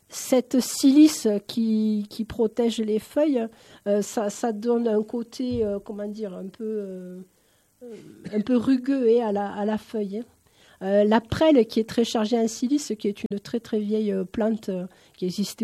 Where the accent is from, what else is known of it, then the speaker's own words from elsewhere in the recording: Nîmes, Occitanie, France; je suis originaire de la région de Nîmes, donc ceci explique peut-être cela.